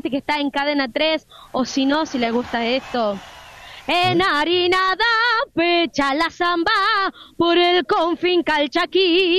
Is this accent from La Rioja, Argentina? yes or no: yes; La Rioja, Argentina; Soy riojana, riojana, pura cepa, che.